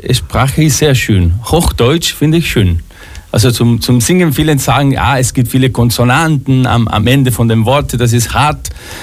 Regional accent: Rosario, Santa Fe, Argentina; German is a second language; moved away as an adult; now in Austria; in Buenos Aires schon, also in der Hauptstadt von Argentinien und in meiner Heimatstadt Rosario, habe ich schon als Musicaldarsteller gearbeitet

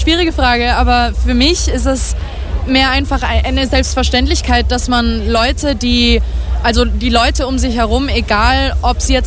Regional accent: Vienna, Austria; Wir sind nämlich aus Wien, aus dem 22. Bezirk, aus dem ERG Donaustadt

